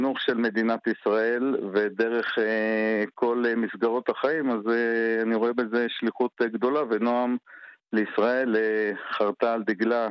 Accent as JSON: {"language": "Hebrew", "town": "Hebron", "region": "West Bank", "country": "Palestine", "tie": "born or raised there", "said": "בילדותי בחברון עוד. אחרי מלחמת ששת הימים."}